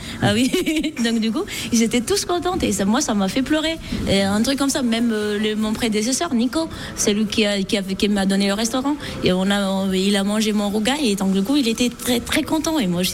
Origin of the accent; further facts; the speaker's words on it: Madagascar; moved away; comme je viens de Madagascar